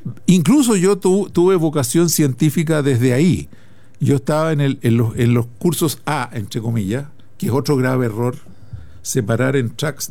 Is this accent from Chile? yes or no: yes; Chile; moved away as an adult; Y salí de Chile antes de la elección de Allende, incluso.